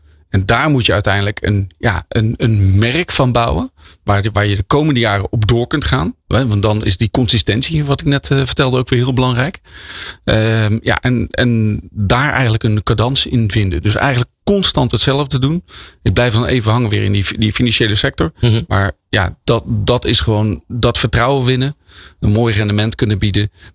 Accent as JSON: {"language": "Dutch", "country": "Netherlands"}